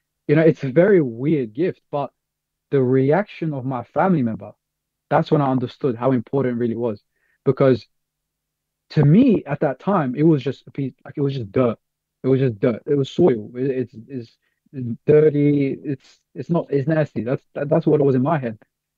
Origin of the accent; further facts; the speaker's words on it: Australia; especially growing up in Australia